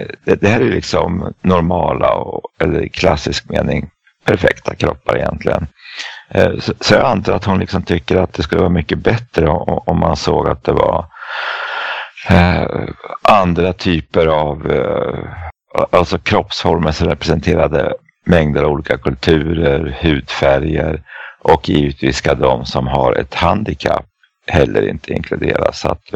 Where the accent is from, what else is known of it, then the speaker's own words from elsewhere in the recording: Eskilstuna, Södermanland, Sweden; Jag kan bara ta min hemstad, gamla hemstad Eskilstuna.